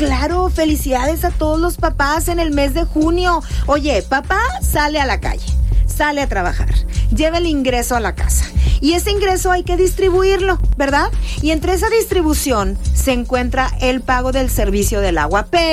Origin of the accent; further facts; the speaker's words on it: Mexico; así somos los mexicanos